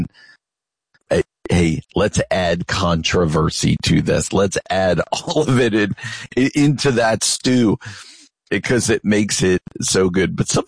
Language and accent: English; New Jersey, United States; at MetLife Stadium in New Jersey, in my home state, my original home state, not where I am now, but where I grew up.